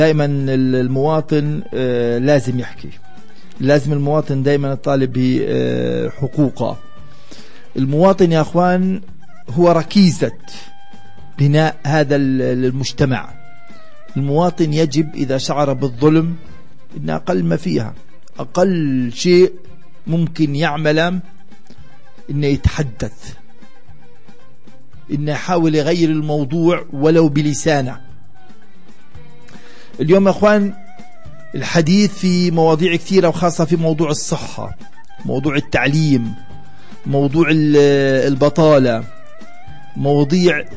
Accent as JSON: {"language": "Arabic", "country": "Palestine", "said": "كفلسطينيين نعيش على هذه الأرض"}